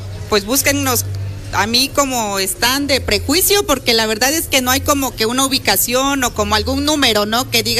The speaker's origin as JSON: {"language": "Spanish", "country": "Mexico", "said": "Del municipio de Acaxingo."}